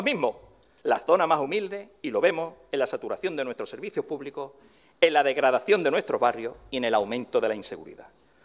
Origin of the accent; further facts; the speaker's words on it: Cádiz, Andalusia, Spain; accent: Andalusian; ¿Que soy andaluz y ceceo o seseo? ¿Cuál es el problema, señor Jiménez? No, no sé. Usted será, usted como un catedrático de, en fin. Es que uno es de Cádiz, Perdone que me coma la zeta.